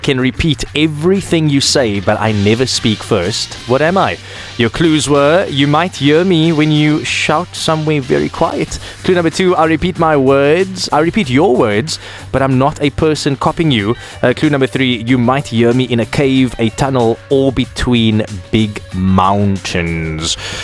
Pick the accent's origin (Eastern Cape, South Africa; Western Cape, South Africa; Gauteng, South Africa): Western Cape, South Africa; Cape Town; my fellow Cape Townian.